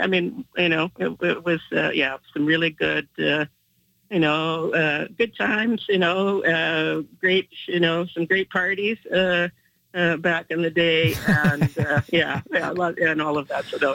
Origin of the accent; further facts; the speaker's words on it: Manitoba, Canada; Oh, yeah, no, grew up near Owens Creek.